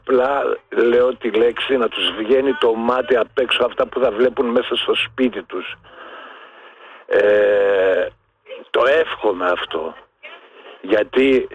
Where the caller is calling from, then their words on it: Germany; από Γερμανία.